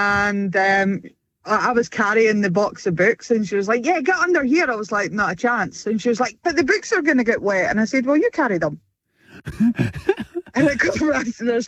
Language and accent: English; Scotland, United Kingdom; I don't know if a lot of people can, but I am Scottish.